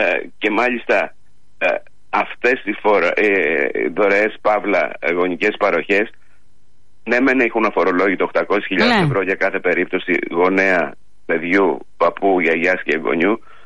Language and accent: Greek; Greece; ως Έλληνες